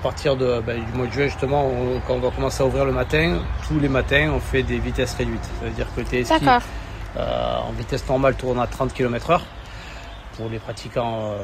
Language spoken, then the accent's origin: French; Perpignan, Occitanie, France; Je suis de Perpignan, ouais, donc j'étais sur le Barcarès.